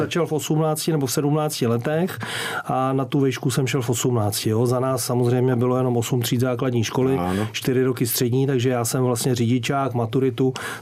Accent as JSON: {"language": "Czech", "town": "Litvínov", "region": "Ústí nad Labem Region", "country": "Czechia", "tie": "born there"}